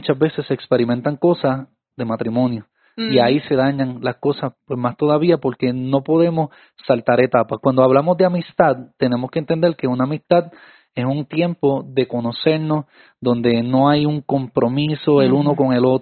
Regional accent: Puerto Rico; por lo menos en mi país, en Puerto Rico

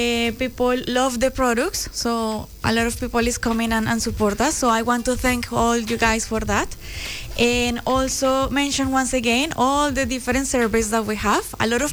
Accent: Colombia; Of course, people, remember, we are Expo Novelty from Colombia, okay? We are the Colombians that were here sometimes, a couple times before

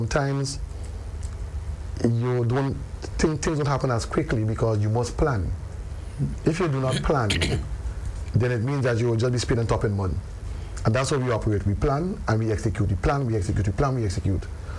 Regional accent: Grenada; growing up in the South

